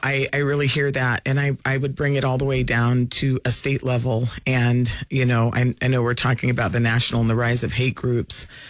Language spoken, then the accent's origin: English; Alaska, United States; moved away as an adult; also born or lived in East Coast; I grew up in this place. I received an education in this place. I received opportunity in this place.